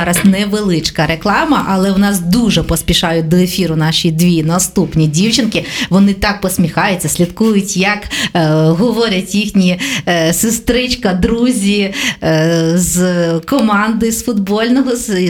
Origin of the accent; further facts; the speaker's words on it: Korosten, Zhytomyr Oblast, Ukraine; accent: Korosten surzhyk; Ну, ми в такому місті прожили і живемо, що іноді бувають слова. А ти кажеш, це у мене суржик коростанський.